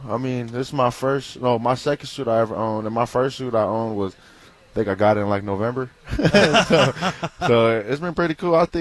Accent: Las Vegas, Nevada, United States; I grew up in Las Vegas, so it ain't too bad. Yeah, it's a desert out there, too, so it ain't too bad for me.

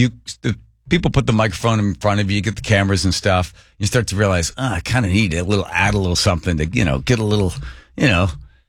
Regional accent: Ireland; But as an Irishman, as someone who is genetically entrapped to sort of shine the apple, as they say in the Irish

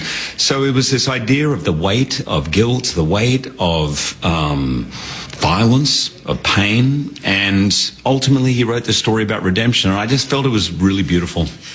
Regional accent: Australia; born or raised there

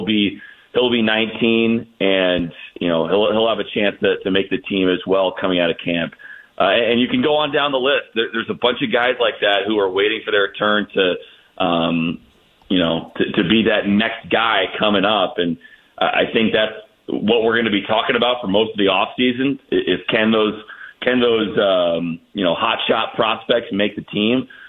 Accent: Indiana, United States; So I like veered off the road and went to be a Cardinals fan growing up in Indiana.

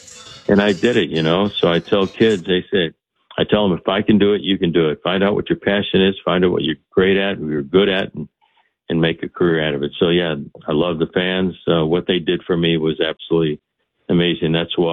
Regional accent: Chicago, Illinois, United States; now in Seattle, United States; that's where I grew up on the south side of Chicago.

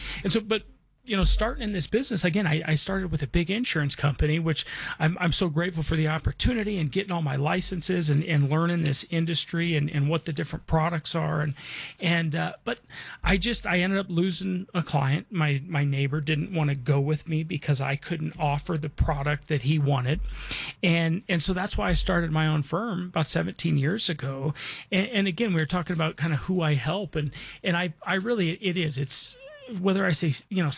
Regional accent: Denver, Colorado, United States; So Jackie, I mean, my background is, so again, I was born and raised in Denver. Dad was a Lutheran minister.

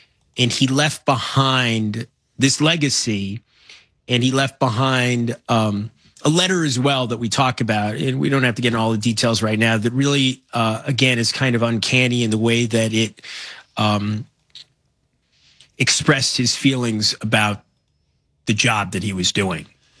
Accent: New York, United States; And I'm just one of millions of people who kind of experienced it, not in a truly personal way, but as a New Yorker, as an American.

